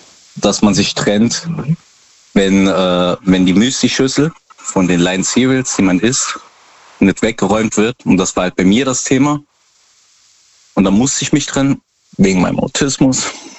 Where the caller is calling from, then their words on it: Rhineland-Palatinate, Germany; Ah, das ist in der Pfalz.